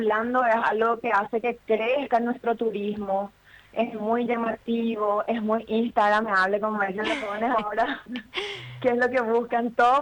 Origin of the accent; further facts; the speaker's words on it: Villarrica, Guairá, Paraguay; Yo soy de Villarrica. Nosotros vivimos en Villarrica.